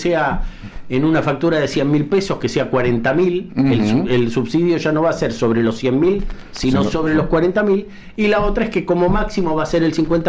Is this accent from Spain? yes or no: no; Patagonia, Argentina; los patagónicos